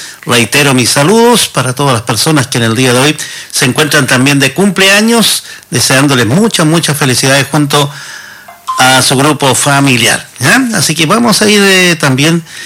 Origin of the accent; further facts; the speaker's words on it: Chile; estamos como buenos chilenos